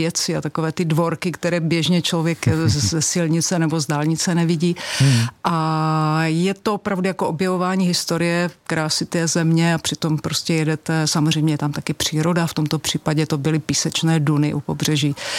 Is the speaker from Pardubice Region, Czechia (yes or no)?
no; South Moravian Region, Czechia